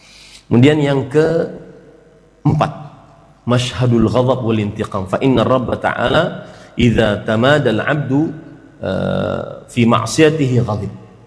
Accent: South Kalimantan, Indonesia; now in Barito Kuala, Indonesia; Saya di sebuah daerah, saya dari Kalimantan Selatan, lebih tepatnya lagi tinggal sekarang di Kabupaten Baritokwa.

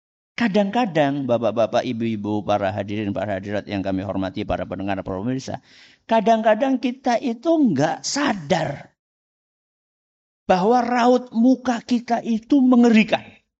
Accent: Java, Indonesia; kalau kita orang Jawa ya

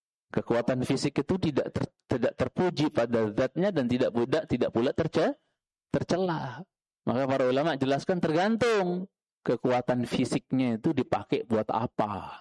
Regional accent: Lombok, West Nusa Tenggara, Indonesia; Rinjani lah di kampung saya

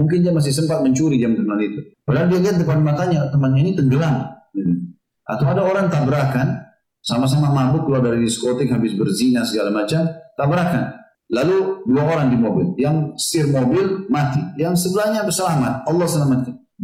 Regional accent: South Sulawesi, Indonesia; saya dari Sulawesi Selatan, saya sempat khutbah juga di kantor gubernuran.

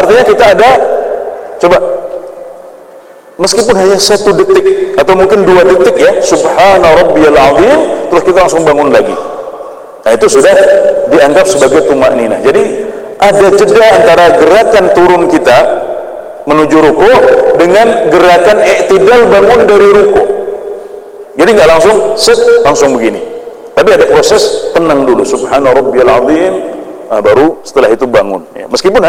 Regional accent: Klaten, Central Java, Indonesia; moved away; kalau saya karena di Jawa Tengah, kalau daerah saya di Klaten dulu

